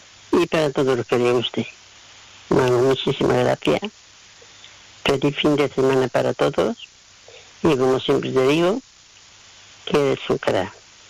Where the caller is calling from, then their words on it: Son Servera, Balearic Islands, Spain; Manu, mira, soy … de Sonserra.